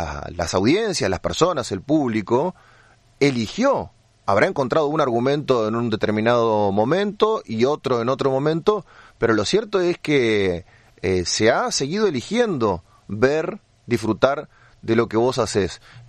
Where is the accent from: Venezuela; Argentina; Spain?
Argentina; lo que nos pasa como argentinos muchas veces creemos que nos pasa solamente a nosotros